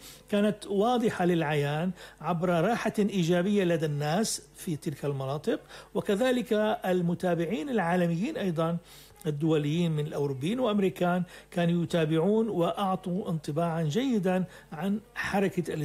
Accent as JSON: {"language": "Arabic", "country": "Syria", "said": "هذه نتوقعها كسوريين،"}